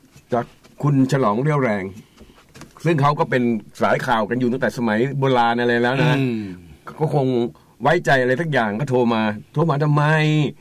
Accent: Nonthaburi, Thailand; ไอ้เราก็เป็นคนนนทบุรี

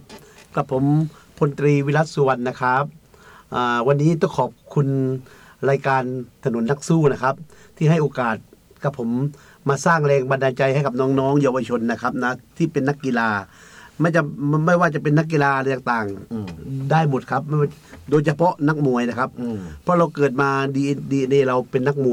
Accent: Khuan Kalong District, Satun, Thailand; ผมเป็นคนจังหวัดสตูลครับ

